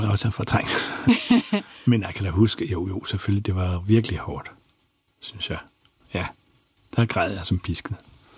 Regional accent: Bornholm, Capital Region of Denmark, Denmark; jeg var jo bornholmer

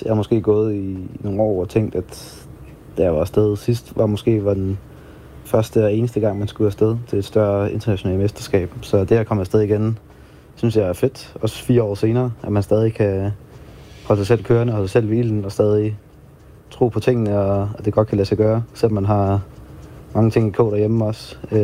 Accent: Asnæs, Zealand, Denmark; Man er jo lidt en Asnæs-dreng, så på den måde, så altså, jeg er ret stolt over at komme ud fra Odsherred af, og ja, jeg tænker da meget over, hvor jeg kommer fra. Jeg kan godt lide at være hjemme. Jeg bor jo faktisk hjemme igen, og har gjort det sit halvanden år

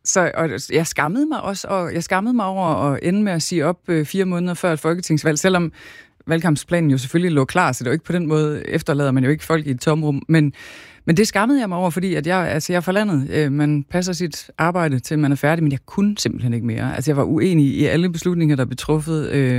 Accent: Zealand, Denmark; moved away as an adult; now in Kildebrønde, Denmark; i gamle dage, der var jeg søs fra Kalhave, og nu er jeg søs fra Kildebrønde. Altså, det er så tæt på, som det næsten kan blive. Jeg bor i et hus, der fuldstændig ligner det hus, jeg er vokset op i.

